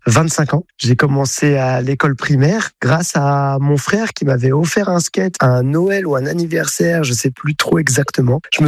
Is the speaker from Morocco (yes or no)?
no; Pontivy, Brittany, France; also born or lived in Bordeaux; now in Rennes, France; même si j'allais habiter à Rennes, parce que je suis originaire de Pontivy.